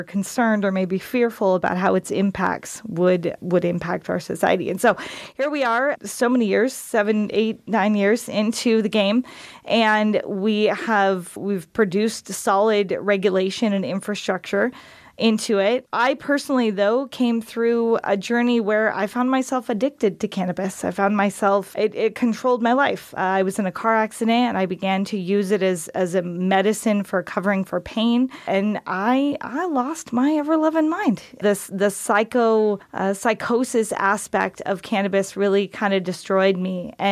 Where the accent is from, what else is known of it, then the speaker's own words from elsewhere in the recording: Oregon, United States; moved away as an adult; now in Alaska, United States; I came from Oregon, and I grew up in Oregon